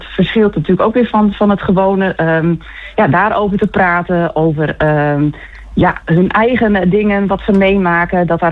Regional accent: Harlingen, Friesland, Netherlands; now in Franeker, Netherlands; Ja, ik kom uit Friesland. Ja, ik kom uit Harlingen. Daar ben ik geboren en getogen.

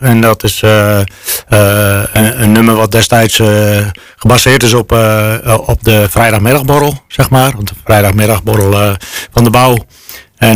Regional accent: Friesland, Netherlands; born there; also born or lived in Vledder, Drenthe; now in Smilde, Netherlands; Ik ben wel in Friesland geboren. Ik ben een stellingwerver. Zeg maar bij Wolfgaardenbuur.

